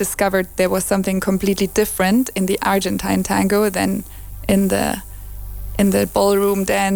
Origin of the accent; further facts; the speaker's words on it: Germany; English is a second language; moved away as an adult; also born or lived in Netherlands; I grew up in Germany